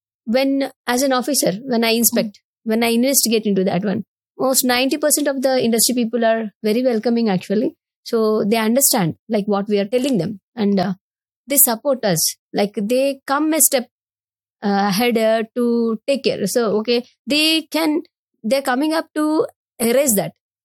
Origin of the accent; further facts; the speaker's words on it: Anantapur, Andhra Pradesh, India; we are from Rayalaseema area, because mine is native Anantapur.